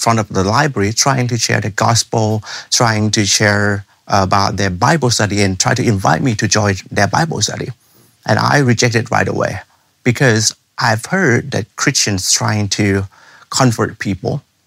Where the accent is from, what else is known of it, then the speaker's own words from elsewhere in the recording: Thailand; English is a second language; I was from Thailand. We kind of be nice with people, but the way we are nice with people are different